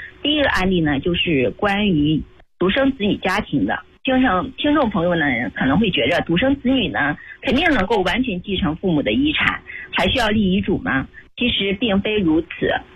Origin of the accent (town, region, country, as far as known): China